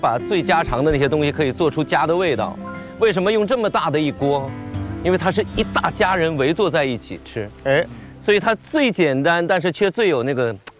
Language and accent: Chinese; Northeast China, China; born there; 两位东北人在现场